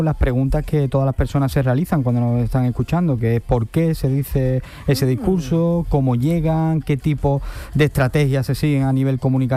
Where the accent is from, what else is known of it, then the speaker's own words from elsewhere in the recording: Spain; como españoles creo que hemos disfrutado algo, una mijita nada más